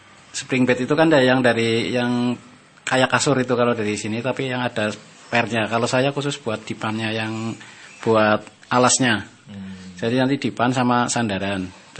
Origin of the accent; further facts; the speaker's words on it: Wirasana, Central Java, Indonesia; saya dari Celeleng Wirasana.